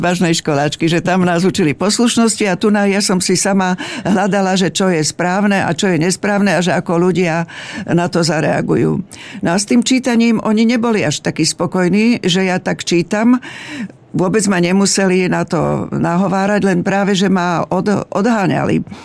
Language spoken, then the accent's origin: Slovak; Blatnica, Žilina Region, Slovakia; Ja pochádzam z Blatnice, že neviem, či som to už spomenula, a u nás boli ľudia, ktorí chodili obchodovať do Ruska. A ešte sa tá ruština sem tam udržala v dedine.